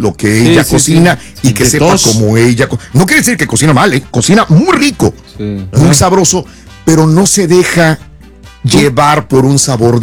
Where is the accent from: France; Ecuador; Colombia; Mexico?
Mexico; Soy mexicano.